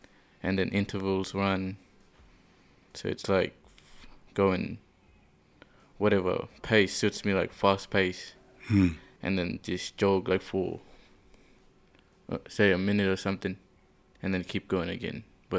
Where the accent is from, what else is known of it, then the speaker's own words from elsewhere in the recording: Darwin, Northern Territory, Australia; We're the ones from Darwin, and then we meet the other squad down there.